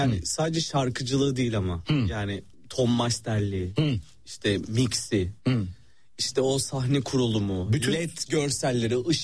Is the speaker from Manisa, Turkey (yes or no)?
yes; Salihli, Manisa, Turkey; Çok selamlar, benim memleketim.